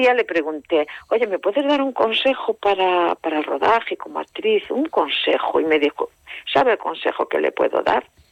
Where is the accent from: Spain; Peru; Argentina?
Spain; Galicia; accent: Galician; now in Vigo, Spain; yo también soy de esa zona cerquita, aunque ahora vivo en Vigo, también soy de cerquita de esa zona.